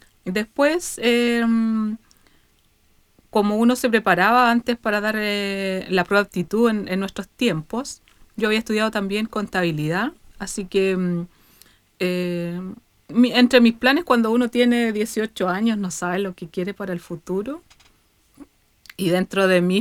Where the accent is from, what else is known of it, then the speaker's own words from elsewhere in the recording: Panguipulli, Los Ríos, Chile; Yo soy nacida y criada acá en Panguipulli. Mis familias son unas familias originarias acá de la zona, Buenuñir.